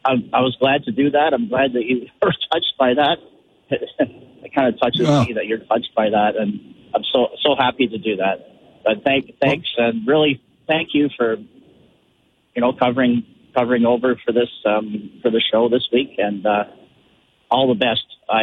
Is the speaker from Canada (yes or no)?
yes; Tara, Ontario, Canada; They are scattered about in places like Burgoyne and I grew up in Tara, maybe go through there, take a side trip.